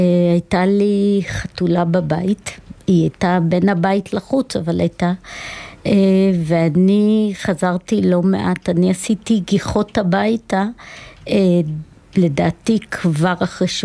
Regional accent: Northern District, Israel; גלילים, כולנו גלילים

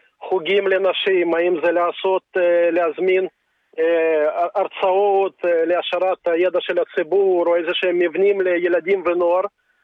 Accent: Haifa, Haifa District, Israel; also born or lived in Maoz Haim; אני באתי מחיפה, גרתי 11 שנים בחיפה, גרתי לפני זה בקיבוץ מעוז חיים

